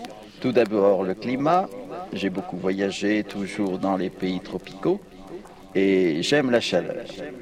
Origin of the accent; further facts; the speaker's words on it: Tourcoing, Hauts-de-France, France; moved away as an adult; also born or lived in Paris; now in Aix-en-Provence, France; Je suis né à Tourcoing, oui.